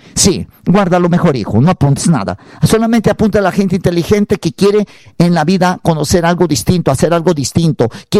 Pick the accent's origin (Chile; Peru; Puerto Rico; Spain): Peru; Huancabamba, Piura; Huancabamba, mi tierra, Toluce, Sondorillo.